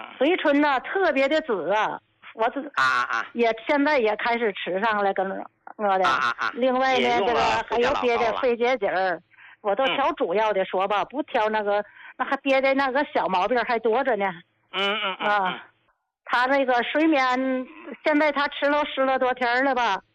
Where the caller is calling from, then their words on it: Qinhuangdao, Hebei, China; 我是秦皇岛的人啊。